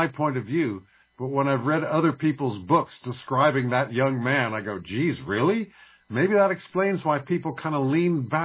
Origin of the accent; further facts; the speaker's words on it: Beirut, Beirut Governorate, Lebanon; also born or lived in Virginia, United States / Cairo, Egypt; through growing up in Beirut, Lebanon, surrounded by Arabic culture and Arabic music, which I wasn't particularly paying attention to at the time. I was an American kid. I was born in Virginia.